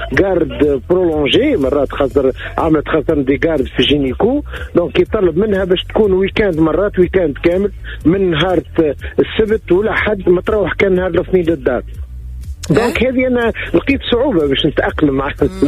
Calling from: Tunis, Tunis Governorate, Tunisia; نعم من 66 من تونس

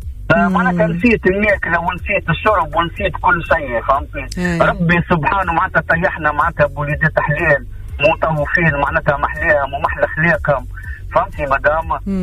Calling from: Tunis, Tunis Governorate, Tunisia; هاي من تونس

